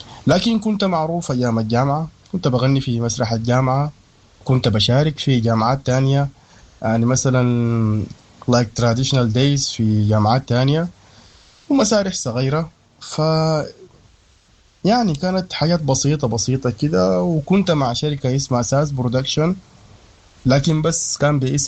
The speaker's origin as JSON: {"language": "Arabic", "country": "Sudan", "said": "فننا ده فن سوداني. فأنا ما رابر أمريكي، ولا أنا رابر يعني بريطاني، ولا أنا رابر أيا كان الدولة، أنا رابر سوداني."}